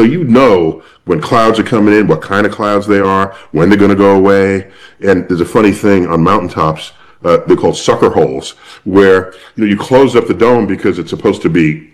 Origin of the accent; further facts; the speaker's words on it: New York City, New York, United States; born and raised in New York Cit